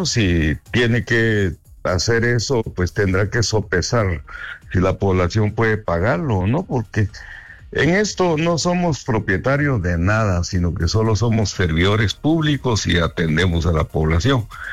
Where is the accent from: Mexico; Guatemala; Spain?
Guatemala